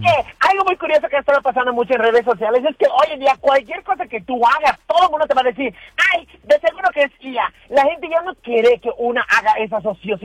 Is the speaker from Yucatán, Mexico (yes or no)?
yes; Yucatán, Mexico; Somos yucatecas, somos yucatecos.